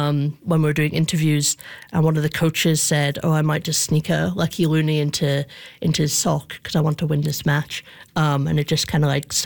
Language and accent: English; Scotland, United Kingdom; now in Canada; I'm from Scotland originally, and kind of Canada's taken me in.